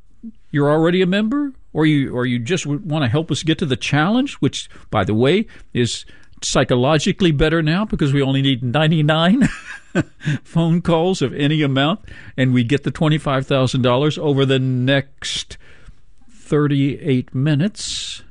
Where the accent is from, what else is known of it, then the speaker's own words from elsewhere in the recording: Shenandoah Valley, Virginia, United States; I grew up poor in the Shenandoah Valley, Virginia. Gorgeous location. Ideal. Paradise. But we were very poor.